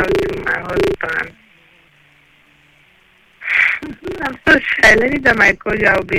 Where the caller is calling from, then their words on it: Aja, Lagos, Nigeria; I'm calling from Aja.